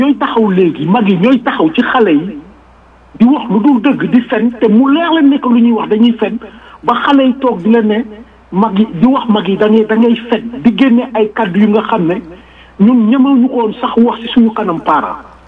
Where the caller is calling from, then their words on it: Senegal; en tant que Sénégalais